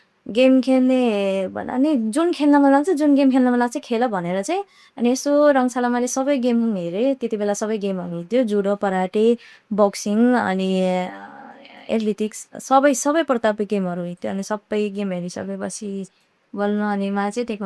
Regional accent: Nepalgunj, Lumbini Province, Nepal; नेपालगञ्ज भनेको म यहीँ जन्मेको यहीँ हुर्केको अहिलेसम्म यहाँ पढाइ पनि यहीँ सकाएँ

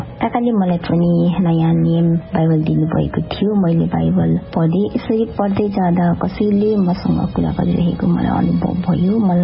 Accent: Bagmati, Nepal; मेरो गाउँ दोलखाको एक विकट ठाउँमा छ।

